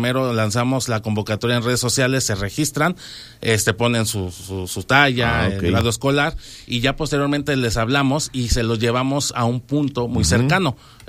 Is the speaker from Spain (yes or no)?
no; Temixco, Morelos, Mexico; como somos de Temisco